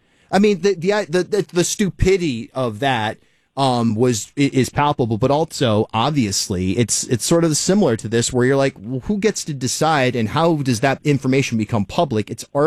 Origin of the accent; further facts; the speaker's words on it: Charlestown, Rhode Island, United States; also born or lived in Warwick, Rhode Island; in the Southlands of Rhode Island, my homeland out there. I was born in Warwick. I briefly was in Warwick at the hospital, but yeah, raised in Charlestown, Rhode Island, abutting Richmond, Rhode Island